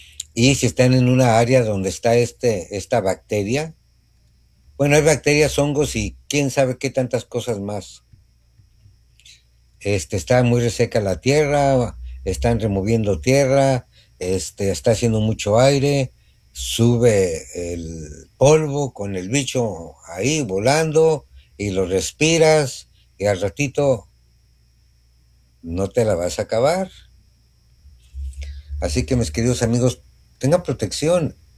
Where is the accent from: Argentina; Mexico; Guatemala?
Mexico